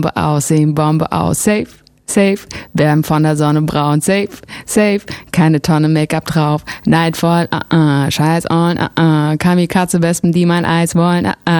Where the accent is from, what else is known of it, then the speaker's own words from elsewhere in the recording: Germany; first language German; weil ich bin ja Deutsch und das ist meine Muttersprache.